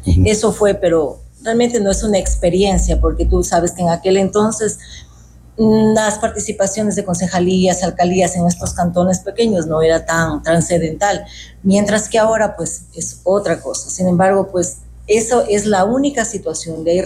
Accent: Quito, Pichincha, Ecuador; born there; now in Catamayo, Ecuador; nací en Quito, vivo aquí en Catamayo ya por más de 30 años.

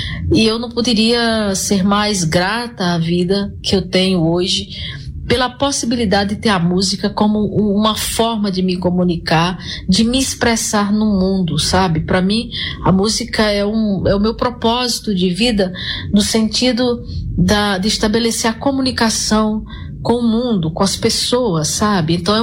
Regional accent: Brazil

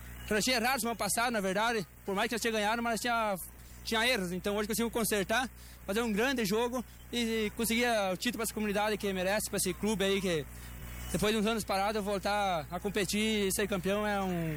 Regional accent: Argentina; now in Brazil; eu sou natural da Argentina. Moro aqui em casa há 10 anos.

